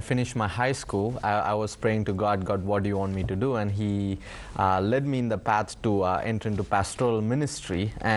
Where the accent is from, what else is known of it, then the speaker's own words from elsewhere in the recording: India; moved away as an adult; now in United States; growing up in India, of course, you know, money and means are not readily available.